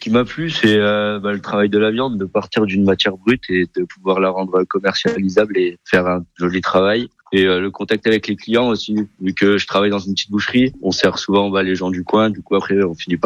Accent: Bas-en-Basset, Auvergne-Rhône-Alpes, France; j'ai grandi à Bassan-Bassé.

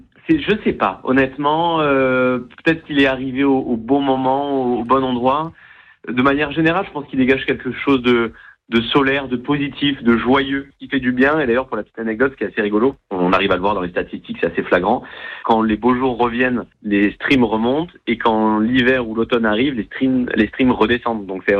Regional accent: Aix-en-Provence, Provence-Alpes-Côte d'Azur, France; nous on vient d'Aix-en-Provence, donc c'est pas très loin et en même temps c'est assez différent.

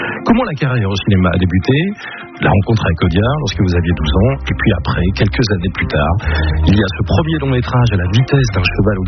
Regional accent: Vichy, Auvergne-Rhône-Alpes, France; born there; Je suis né à Vichy.

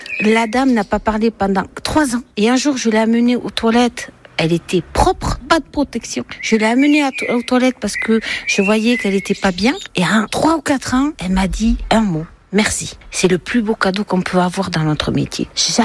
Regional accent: Montléon, France; je suis aide à domicile et je suis de Montléon.

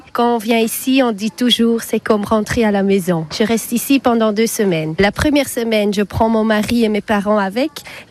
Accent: Flanders, Belgium; Oui, je viens de la Belgique, la partie flamande.

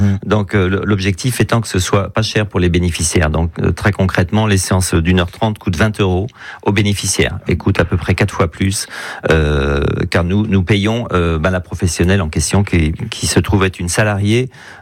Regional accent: Brittany, France; born there; now in Limoges, France; je retourne dans ma Bretagne natale.

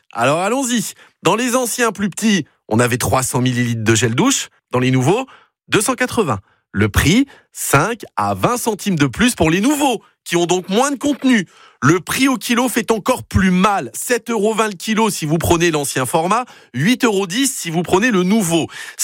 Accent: Grand Est, France; Voici un exemple très parlant chez nous en Moselle.

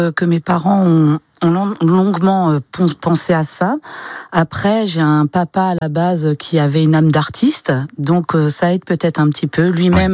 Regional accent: Mayenne, Pays de la Loire, France; also born or lived in Laval; je suis de Montigné-le-Briand, née à Laval, et j'ai grandi entre Montigné et Ahuillé.

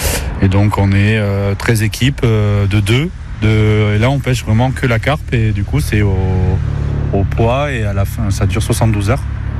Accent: Bordeaux, Nouvelle-Aquitaine, France; Mais après, moi, ça fait un mois que que j'ai déménagé. Je viens de Bordeaux, moi, à la base.

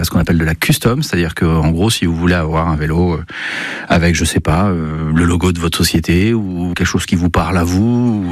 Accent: Grenoble, Auvergne-Rhône-Alpes, France; moved away as an adult; now in Paris, France; À la base, je suis de Grenoble. Donc je suis pas du tout parisien.

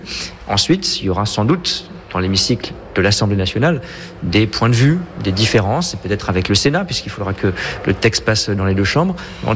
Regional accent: Paris, Île-de-France, France; Moi, je viens de Paris

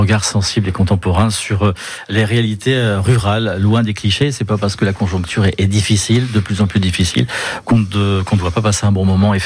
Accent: Nouvelle-Aquitaine, France; Il y a une concentration plus importante d'éleveurs de moutons chez nous en Limousin

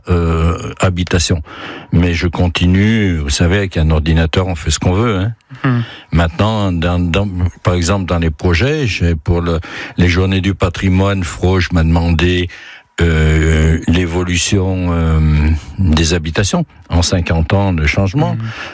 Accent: Brignoud, Auvergne-Rhône-Alpes, France; moi je suis né à Brignoux et j'habite tout le temps Brignoux. En 70 ans, j'ai vu un changement incroyable.

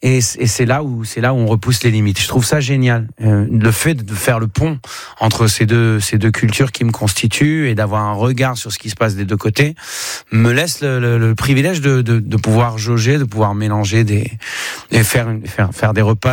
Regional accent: Tel Aviv, Tel Aviv District, Israel; now in France; la ville où j'ai grandi, à Tel Aviv.

